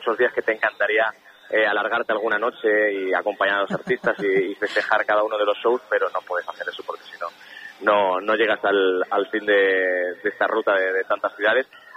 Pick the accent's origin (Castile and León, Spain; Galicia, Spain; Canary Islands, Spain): Castile and León, Spain; El Bierzo; botillo del Bierzo, de mi tierra